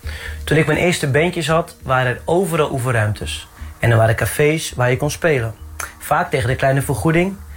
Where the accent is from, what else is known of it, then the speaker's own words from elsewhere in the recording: Hoorn, North Holland, Netherlands; Ik ben opgegroeid in Hoorn.